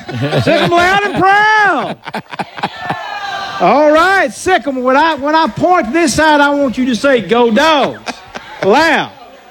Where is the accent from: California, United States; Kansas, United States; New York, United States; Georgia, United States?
Georgia, United States; Statham; also born or lived in Rome, Georgia; I was born in Rome, Georgia. In Rome, okay. But excellent. I grew up in the big town of Statham, Georgia.